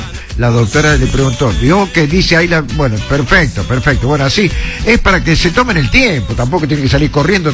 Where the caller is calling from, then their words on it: Argentina; … de Barrio Sargento Cabral, 9924.